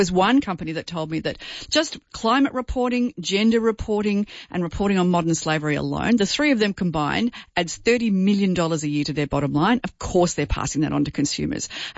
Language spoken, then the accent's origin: English; Victoria, Australia; and I'm from Victoria, where, you know, our prosperity.